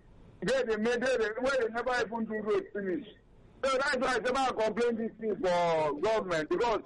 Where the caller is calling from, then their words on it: Ojo, Lagos, Nigeria; I'm calling from Ojo local government.